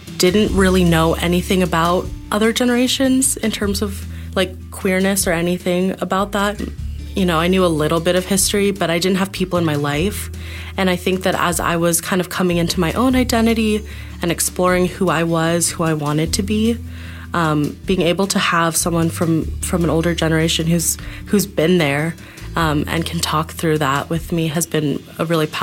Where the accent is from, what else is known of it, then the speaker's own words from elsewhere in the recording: San Diego, California, United States; I grew up in San Diego, California, and now I go to the University of Oregon.